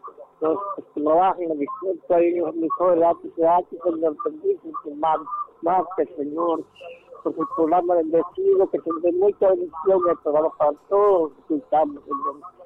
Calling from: La Masica, Atlántida, Honduras; De aquí, de La Masica.

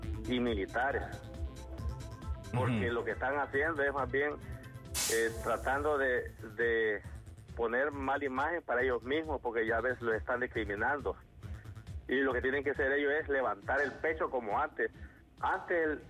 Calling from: Honduras; Yo soy hondureño.

